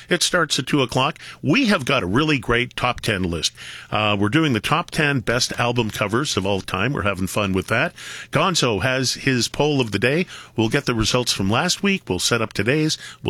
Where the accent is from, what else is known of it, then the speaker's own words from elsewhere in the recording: Toronto, Ontario, Canada; because that's why I live down here now. I'm from Toronto. Mm. I could never live in Toronto again.